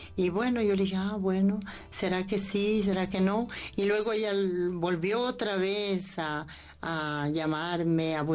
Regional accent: Loja, Ecuador; moved away; Yo soy misionera de Santa Teresita, vengo de la provincia de Loja.

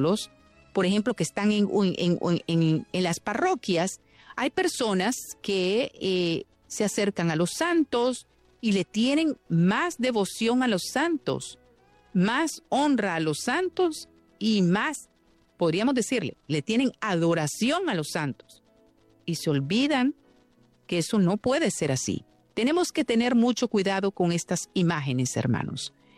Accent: Nicaragua; Yo quiero decirle a todo mi pueblo de Nicaragua este saludo.

